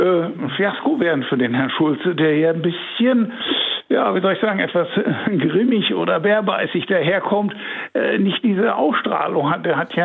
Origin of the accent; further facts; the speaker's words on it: West Germany, Germany; Für mich ist das sehr wichtig, weil ich bin Bundesbürger, ich bin am Westen aufgewachsen, aber ich habe weitläufig Verwandte in der DDR gehabt und ich war sehr oft auch in der DDR.